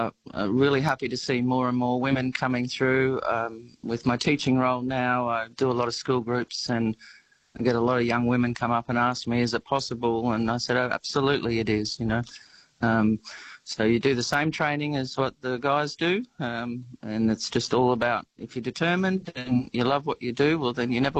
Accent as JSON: {"language": "English", "region": "Queensland", "country": "Australia", "tie": "born or raised there", "said": "And of course, I went to the Barrier Reef from Queensland. I grew up in Queensland. So I really haven't looked back."}